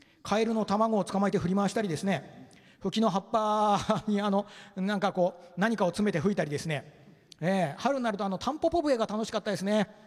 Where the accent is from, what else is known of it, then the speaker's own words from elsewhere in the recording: Hokkaido, Japan; 正真正銘の北海道人です